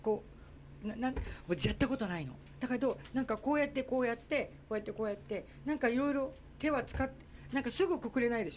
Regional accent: Osaka, Japan; 私ね沖縄の父だけど大阪で育ったんだった

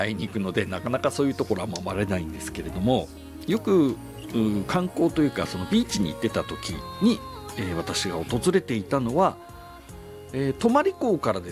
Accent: Hokkaido, Japan; 僕ずっと北海道生まれ北海道育ちですからね

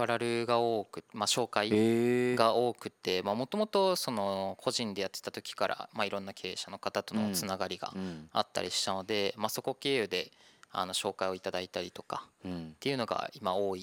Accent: Urasoe, Okinawa, Japan; born there; 僕沖縄です。

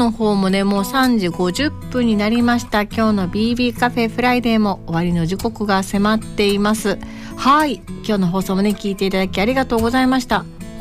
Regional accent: Aichi, Japan; moved away; 愛知はね、自分の実家があるので

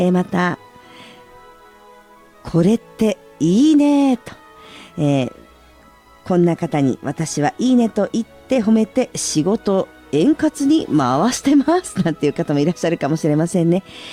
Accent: Sapporo, Hokkaido, Japan; born or raised there; moved away

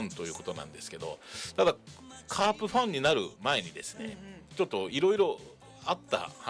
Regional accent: Hiroshima, Japan; 私は、まあ、広島生まれの広島育ちということで、まあ、広島カープの、まあ、ファンということなんですけど

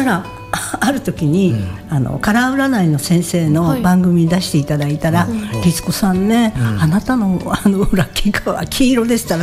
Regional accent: Sapporo, Hokkaido, Japan; でお母ちゃんと私が札幌で生まれ育ったんですけれども

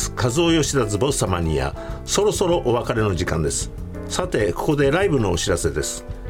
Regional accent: Kawagoe, Saitama, Japan; 僕の地元川越の蔵の町一番街の中心に位置する小江戸テラスの広場でフリーコンサートがあります。

